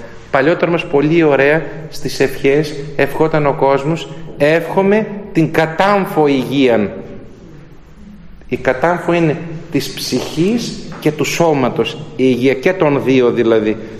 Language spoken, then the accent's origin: Greek; Soufli, Eastern Macedonia and Thrace, Greece; Έχουμε στην πατρίδα μου επάνω τη Θράκη εις το σουφλί, βγαίνει ο μεταξοσκόλικας εκεί.